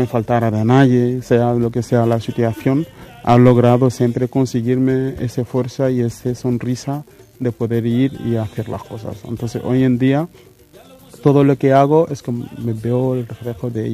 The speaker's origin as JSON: {"language": "Spanish", "country": "Senegal", "said": "Y yo por defecto soy de Senegal, pero la mitad de mi familia es gambiana."}